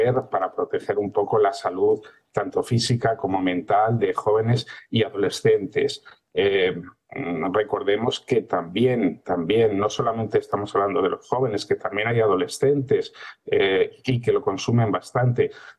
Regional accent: Madrid, Community of Madrid, Spain; soy de Madrid y vivo en Madrid

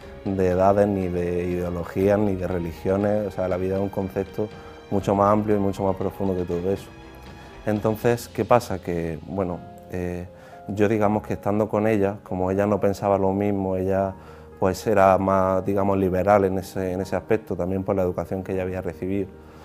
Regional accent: Almería, Andalusia, Spain; born or raised there; moved away as an adult

